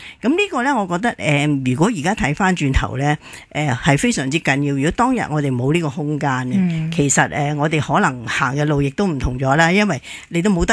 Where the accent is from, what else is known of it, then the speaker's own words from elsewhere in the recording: Hong Kong; 我相信我哋香港人最深切嘅咧就係1998年啦，